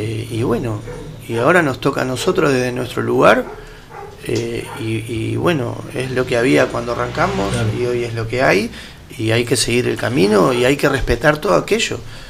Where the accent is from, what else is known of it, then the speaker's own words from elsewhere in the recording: Montevideo, Uruguay; yo soy montevideano